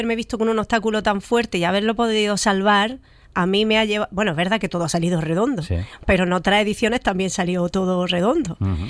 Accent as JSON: {"language": "Spanish", "town": "Almería", "region": "Andalusia", "country": "Spain", "also_born_or_lived": "Fuengirola", "said": "Pues ahora estoy súper contenta de poder hacerlo en mi tierra."}